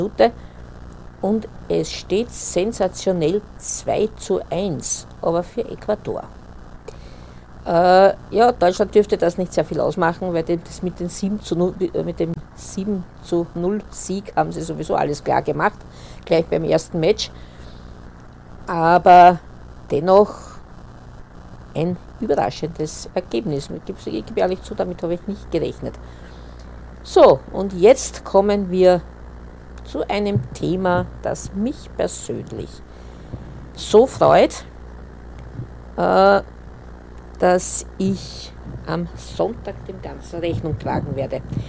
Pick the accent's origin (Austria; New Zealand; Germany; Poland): Austria; Vienna; Als Wiener Mädel ist es natürlich selbstverständlich, dass ich diesem Geburtstag Rechnung trage.